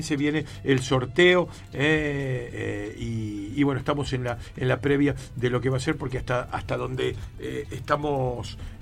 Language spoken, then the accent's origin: Spanish; Patagonia, Argentina; Yo no tengo un antecedente, y eso que soy patagónico viejo